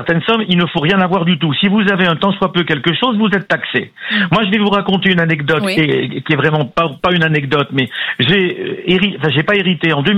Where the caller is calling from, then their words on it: Juan-les-Pins, Provence-Alpes-Côte d'Azur, France; je vous appelle de Jouan-les-Pins.